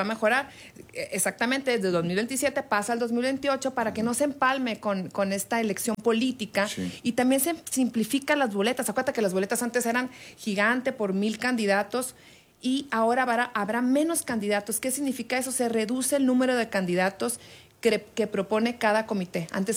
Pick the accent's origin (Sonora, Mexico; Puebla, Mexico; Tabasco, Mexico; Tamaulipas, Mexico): Sonora, Mexico; Hermosillo; de donde soy yo, de Hermosillo